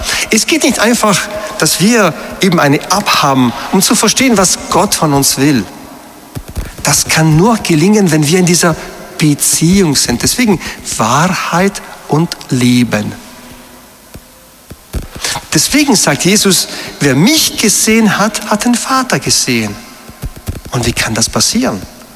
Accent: Iran; moved away; Ich denke, ich bin ein Iraner

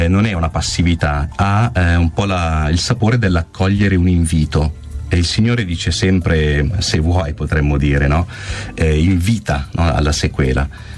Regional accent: Abbadia Lariana, Lombardy, Italy; born or raised there

